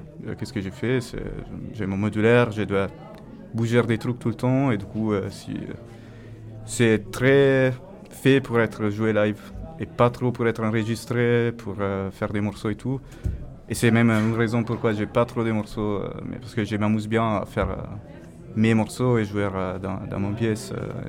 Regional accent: Milan, Lombardy, Italy; moved away as an adult; now in Grenoble, France; Je suis à Grenoble depuis 4 ans, mais avant j'étais à Milan, où je suis grandi en fait.

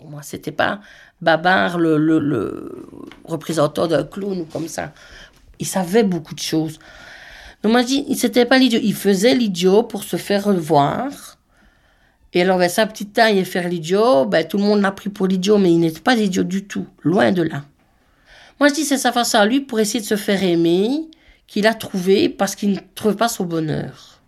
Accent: Incourt, Wallonia, Belgium; born there; ben, j'ai 51 ans et j'habite à Incourt. Ici, c'est rue Beaumont, mais avec mes parents, j'habitais à Hautefremont, qui est le lieu-dit d'un crâle.

